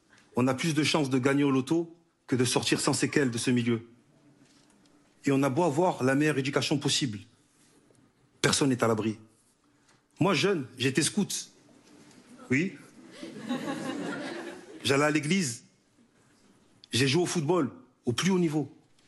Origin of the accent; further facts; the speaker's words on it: Marseille, Provence-Alpes-Côte d'Azur, France; Je suis né à Marseille, et comme beaucoup d'autres qui ont grandi dans un quartier, je me suis construit sur la base d'un mensonge.